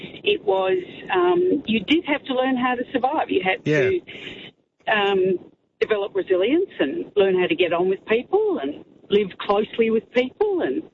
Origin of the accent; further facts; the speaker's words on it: Victoria, Australia; I was from a large family. We grew up in Western Victoria. Our local state school had 20 children in it from prep to grade 6.